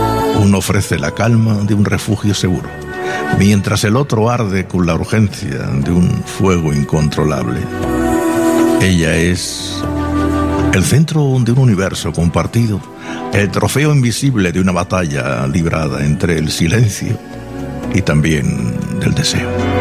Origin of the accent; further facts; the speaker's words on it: Region of Murcia, Spain; Y yo soy murciano por los cuatro costados, José.